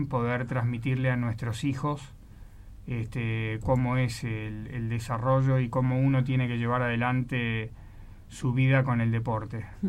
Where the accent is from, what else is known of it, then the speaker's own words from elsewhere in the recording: Argentina; para nosotros como argentinos